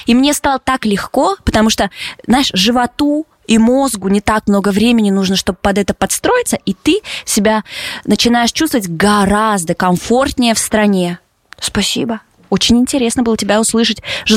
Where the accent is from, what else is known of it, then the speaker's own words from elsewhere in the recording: Yekaterinburg, Sverdlovsk Oblast, Russia; moved away; в своем родном Екатеринбурге.